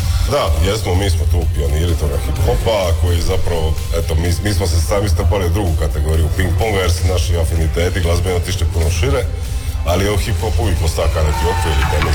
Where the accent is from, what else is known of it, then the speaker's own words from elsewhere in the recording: Split, Split-Dalmatia County, Croatia; mi smo sa ono, iz Splita smo bili glavni ovaj, predvodnici tog hip-hop vala uspostavljanja scene na Balkanu